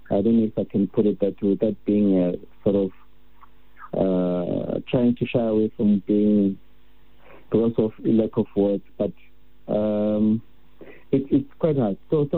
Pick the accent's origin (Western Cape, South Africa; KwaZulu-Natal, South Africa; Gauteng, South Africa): Gauteng, South Africa; Soweto; Yes. I grew up in Soweto, did everything in Soweto, learned the language also in Soweto. In fact, I took time, dedicated myself to just learning more of isiZulu.